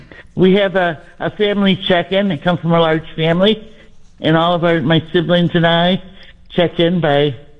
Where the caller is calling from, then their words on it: Villa Park, Illinois, United States